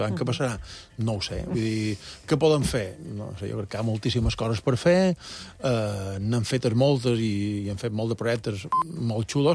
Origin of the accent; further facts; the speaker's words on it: Colònia de Sant Jordi, Balearic Islands, Spain; Sí, jo som de la Colònia, era de la Colònia, ara ja no sé exactament, no és el que era, però sí, la Colònia encara.